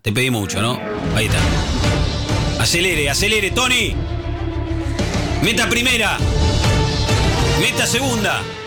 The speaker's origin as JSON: {"language": "Spanish", "country": "Argentina", "said": "obviamente desconoce cómo somos los argentinos, que somos bravísimos, ¿no?"}